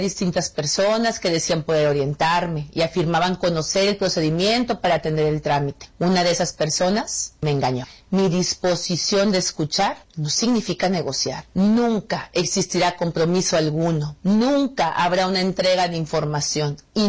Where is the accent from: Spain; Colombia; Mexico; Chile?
Mexico; Como mujer mexicana y como gobernadora, siempre defenderé nuestra soberanía.